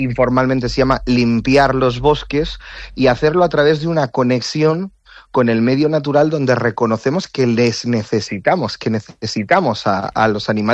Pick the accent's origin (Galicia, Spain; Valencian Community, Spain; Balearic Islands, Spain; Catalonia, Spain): Galicia, Spain; Ourense; Catalan is a second language; now in Argentina; Sí, jo sóc gallec, sóc d'Ourense, mai he viscut pràcticament a Catalunya